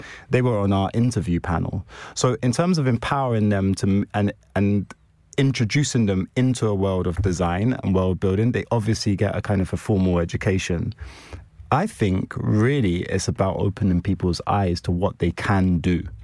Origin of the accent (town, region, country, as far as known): Bethnal Green, London, United Kingdom; born or raised there